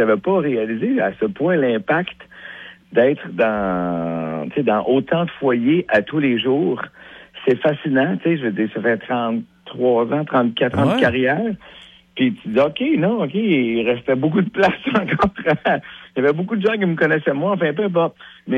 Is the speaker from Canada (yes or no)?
yes; Sainte-Clotilde, Quebec, Canada; also born or lived in Montreal; Je suis né à Montréal, tu sais, mais Sainte-Clotilde, en fait. Ma première maison, première demeure à Sainte-Clotilde.